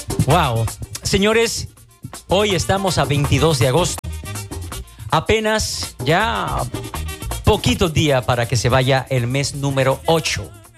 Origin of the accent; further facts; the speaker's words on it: Dominican Republic; Nosotros, como República Dominicana